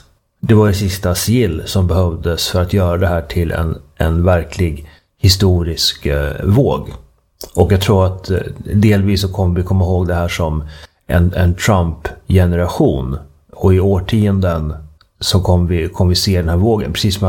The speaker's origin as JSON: {"language": "Swedish", "town": "Uppsala", "region": "Uppsala County", "country": "Sweden", "tie": "born or raised there", "said": "som är född då under 80-talets första år, och jag kan inte minnas att jag ens kom i kontakt med sådana saker under min uppväxt i Uppsala."}